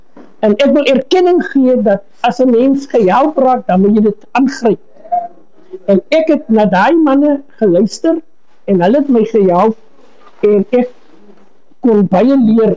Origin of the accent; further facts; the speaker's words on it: Mossel Bay, Western Cape, South Africa; Ek is baie bevoorreg gewees om hier in Mosselbaai gebore te word, nommer 121 Tarka Mosselbaai. Ek is in Bokralletjie is ek gebore.